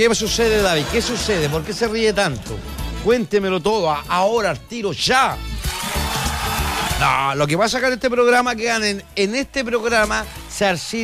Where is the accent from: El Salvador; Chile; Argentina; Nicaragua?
Chile; Soy chileno